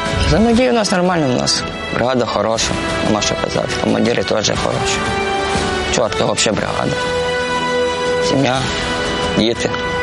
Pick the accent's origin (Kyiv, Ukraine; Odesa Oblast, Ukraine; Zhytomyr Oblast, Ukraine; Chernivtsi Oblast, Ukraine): Chernivtsi Oblast, Ukraine; Zastavna; Сам з Чернівецької області, місто Заставна.